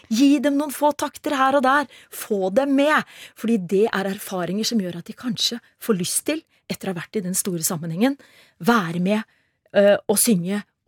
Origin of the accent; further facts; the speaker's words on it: Oslo, Norway; jeg vokste opp midt I Oslo Indreby